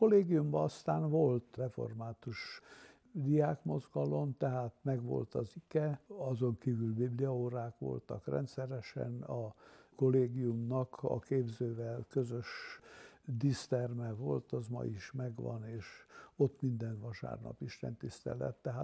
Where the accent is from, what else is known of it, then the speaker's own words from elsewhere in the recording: Araci, Covasna, Romania; also born or lived in Odorheiu Secuiesc; mi úgy voltunk elindulva Árapatakon, amikor édesapám oda került lelkésznek, és születtünk egymás után, hát Árapatakon négyen a testvérek közül, kettő született aztán Kolozsváron